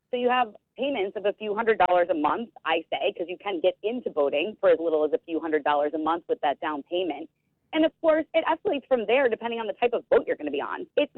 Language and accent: English; Buffalo, New York, United States; I grew up on the Great Lakes in Buffalo, actually.